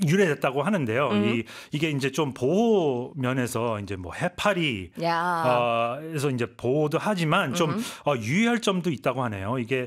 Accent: South Korea; 저도 한국인이기 때문에

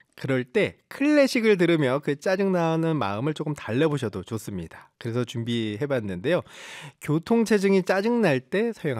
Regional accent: Seongnam, Gyeonggi Province, South Korea; also born or lived in Seoul; 그 이제 저 성남 출신이거든요. 경기도

